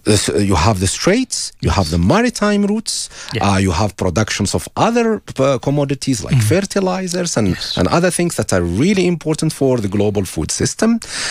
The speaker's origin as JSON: {"language": "English", "country": "Algeria", "tie": "born or raised there", "said": "my home country, Algeria"}